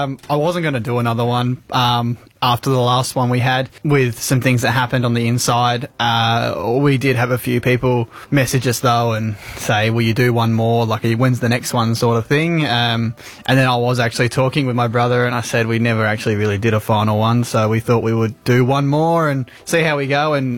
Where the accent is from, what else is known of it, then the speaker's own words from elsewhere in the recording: Queenstown, Tasmania, Australia; also born or lived in Hobart; I grew up on the west coast of Tasmania in Queenstown. I didn't see my hometown till I was about 4 months old.